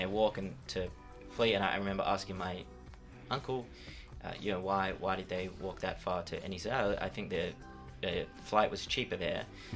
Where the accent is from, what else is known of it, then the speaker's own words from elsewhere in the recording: Australia; Cab sees me in the back, sees my face, and he says, where are you from? I say, I'm Australian.